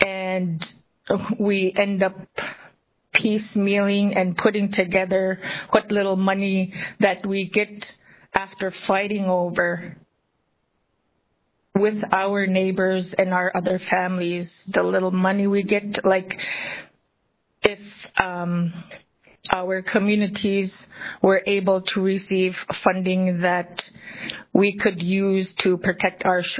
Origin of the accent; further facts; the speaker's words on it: Chefornak, Alaska, United States; I am from Shefornik. Even if I want to speak in Yupik, I will speak English so that you all understand and things don't get lost in translation.